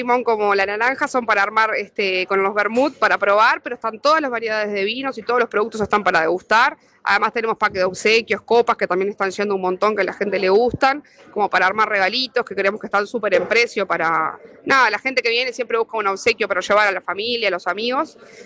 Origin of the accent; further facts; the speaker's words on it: Sauce, Canelones, Uruguay; Nosotros somos de Sauce, estamos por ruta 107, saliendo de Sauce